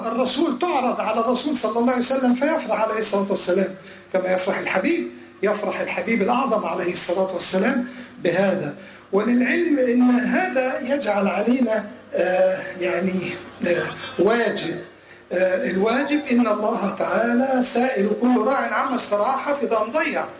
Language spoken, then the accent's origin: Arabic; Egypt; انا تربيت في مصر، وكنت وانا صغير في مدرسه فرنسيه كاثوليكيه، لم يكن يسمح لنا بالكلام بالعربيه.